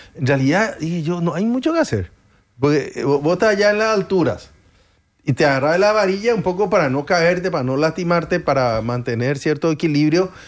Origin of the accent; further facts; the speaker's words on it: Paraguay; qué bendecido que somos los paraguayos